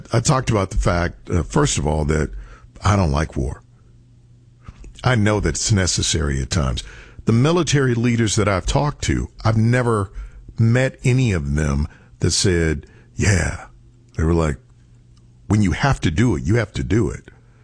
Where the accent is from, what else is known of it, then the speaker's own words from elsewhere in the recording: United States; I'm an American citizen. I'm a taxpayer.